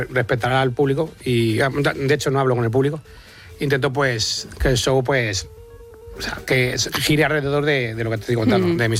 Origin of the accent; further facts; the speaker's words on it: Community of Madrid, Spain; accent: Toledo; O sea, tenemos el acento más de Toledo que de Madrid.